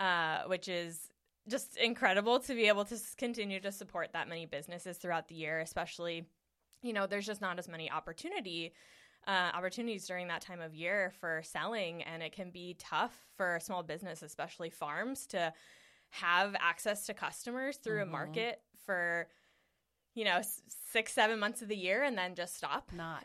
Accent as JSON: {"language": "English", "town": "Detroit", "region": "Michigan", "country": "United States", "tie": "born or raised there", "also_born_or_lived": "Las Vegas", "moved": "as an adult", "lives_now": "Vancouver, United States", "said": "I grew up in Metro Detroit, Michigan, very big agriculture state."}